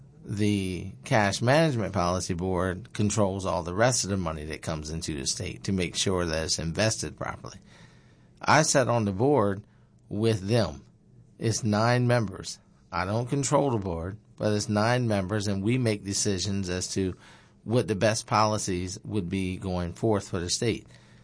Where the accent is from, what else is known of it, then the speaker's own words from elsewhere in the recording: Lewes, Delaware, United States; I'm a Sussex County native, born and raised in Lewis, Delaware.